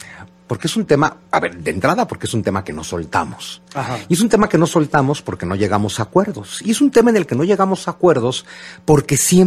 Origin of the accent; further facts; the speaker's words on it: Mexico; todos los que vivimos hoy en México, todos los que hoy somos mexicanos, somos producto de este proceso histórico.